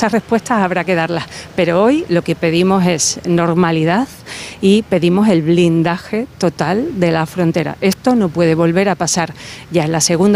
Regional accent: Ceuta, Spain; Nos lo merecemos, tenemos derechos, somos españoles.

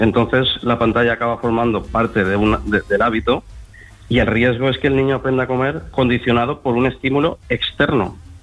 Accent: Valencia, Valencian Community, Spain

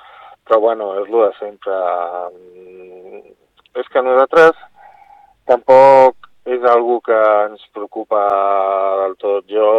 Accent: Girona, Catalonia, Spain; Nosaltres som de Girona

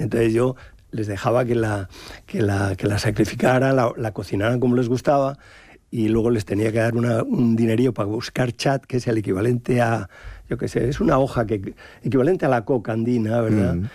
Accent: Madrid, Community of Madrid, Spain; now in Salamanca, Spain

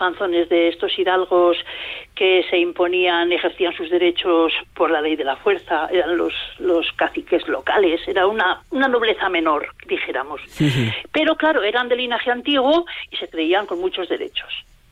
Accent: Badarán, La Rioja, Spain

